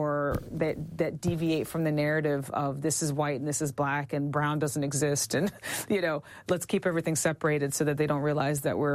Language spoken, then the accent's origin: English; North Carolina, United States; because I've born and raised in North Carolina. But anyway, that's another thing. So I just grew up, you know, as a Southerner, and I grew up with my grandparents first, and living out in the country